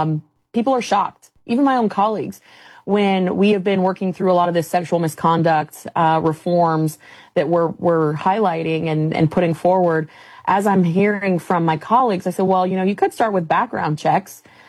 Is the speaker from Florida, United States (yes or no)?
yes; Florida, United States; I mean, heck, in my home state of Florida